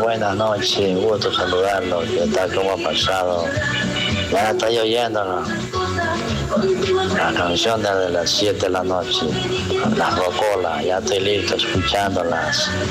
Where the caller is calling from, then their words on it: Ecuador; Yo soy del recinto de la Libertad acá.